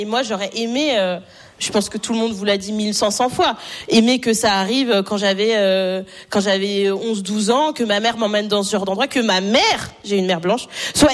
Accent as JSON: {"language": "French", "town": "Châtel-Guyon", "region": "Auvergne-Rhône-Alpes", "country": "France", "tie": "born or raised there", "also_born_or_lived": "Riom", "said": "Moi, je suis née en Auvergne. Je suis née dans un petit village splendide. Je suis née à Rion, à côté de Clermont-Ferrand. Et j'ai grandi dans des petits villages à Enza, à Chappes et à Châtel-Guyon, où mon père vit toujours."}